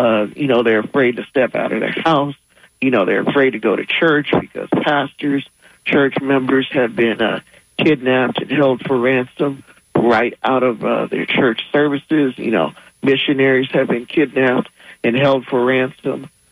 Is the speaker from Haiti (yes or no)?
yes; Haiti; moved away; Haiti, my home country